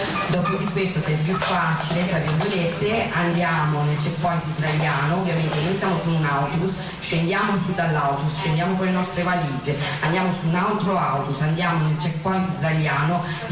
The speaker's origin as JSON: {"language": "Italian", "town": "Ramallah", "region": "West Bank", "country": "Palestine", "said": "siamo tutti palestinesi, ma purtroppo veniamo da città diverse, con difficoltà diverse. Io per esempio vengo da Ramallah"}